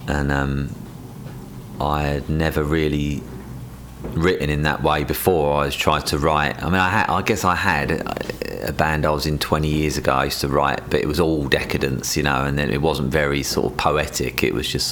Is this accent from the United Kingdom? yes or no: yes; England, United Kingdom; accent: English; I do it in a very English way, I guess. I just write honestly, and I write and sing in my own accent.